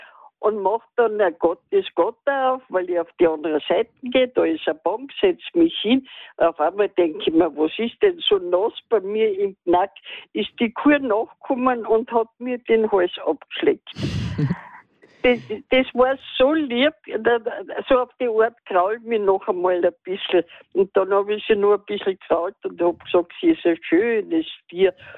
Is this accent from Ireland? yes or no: no; Carinthia, Austria; Also bin ich Kärntnerin.